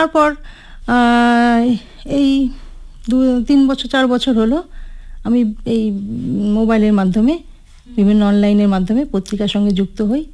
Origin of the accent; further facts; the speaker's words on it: Siliguri, West Bengal, India; moved away as an adult; now in Jalpaiguri, India; আমি জন্মসূত্রে শিলিগুড়িতে থাকতাম, এখন আমার বিয়ে হয়েছে জলপাইগুড়িতে, ওখানেই লেখাপড়া, শিলিগুড়িতেই লেখাপড়া, ওখানেই কলেজ।